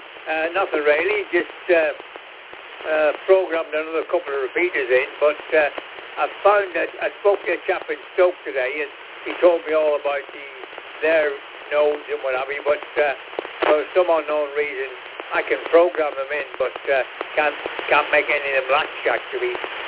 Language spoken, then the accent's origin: English; Ireland; moved away; I'm originally from Ireland anyway